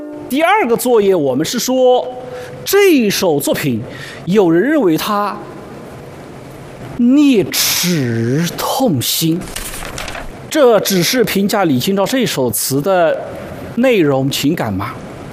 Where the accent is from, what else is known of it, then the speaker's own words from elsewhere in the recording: Wuxi, Jiangsu, China; accent: Wuxi dialect; 我是无锡天一中学的老师，我用我的家乡话无锡话来读读看